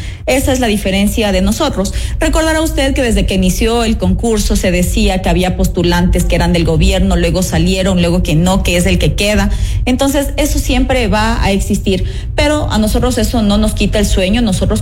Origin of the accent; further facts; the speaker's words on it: Ecuador; porque eso es lo que necesitamos como ecuatorianos